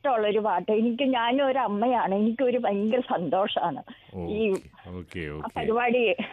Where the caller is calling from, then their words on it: TV Puram, Kerala, India; ഞാൻ കീവീപുരത്തുനിന്നാ സാറേ.